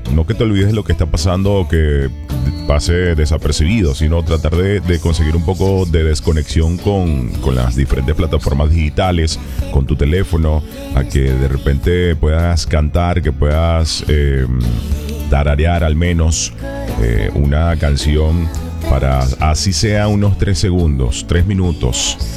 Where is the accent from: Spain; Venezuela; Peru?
Venezuela; somos venezolanos